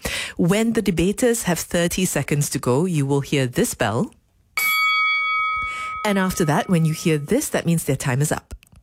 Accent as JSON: {"language": "English", "country": "Malaysia"}